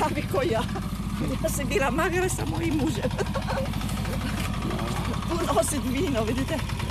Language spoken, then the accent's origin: Croatian; Susak, Primorje-Gorski Kotar County, Croatia; Ja sam tu puno mala narasla, sa kariolom na glavi nosila sve i evo me još živa